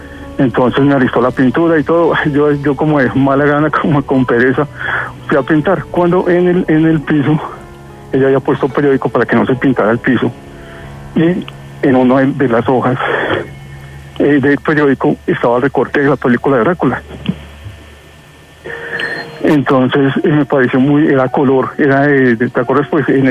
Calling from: Funza, Cundinamarca, Colombia; Vivo en Funza, Cundinamarca.

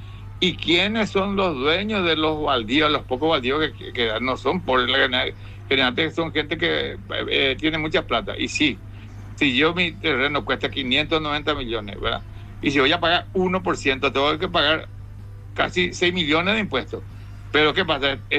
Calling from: Fernando de la Mora, Central, Paraguay; Yo vivo en Fernando de la Mora, zona

